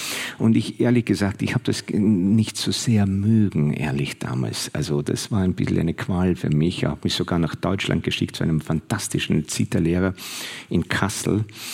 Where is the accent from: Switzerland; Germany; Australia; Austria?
Austria; Vienna; Aber ich bin in Wien musikalisch aufgewachsen, das möchte ich schon sagen.